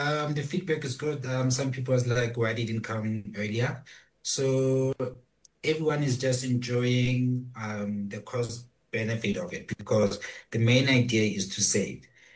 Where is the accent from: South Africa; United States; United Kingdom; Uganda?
South Africa; North West; moved away; I'm from Northwest in Utsuseng.